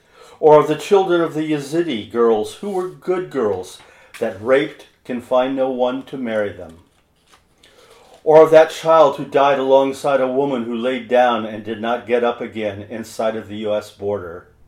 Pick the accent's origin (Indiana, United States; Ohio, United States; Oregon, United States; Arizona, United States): Oregon, United States; Cottage Grove; I am a writer from Cottage Grove, Oregon.